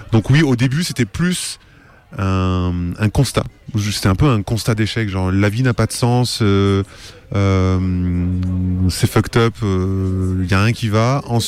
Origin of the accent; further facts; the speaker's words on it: Toulouse, Occitanie, France; Nous, on vient de Toulouse, c'est une ville quand même où il y a, je crois que c'est la 3e ville de France maintenant, il y a quand même beaucoup de monde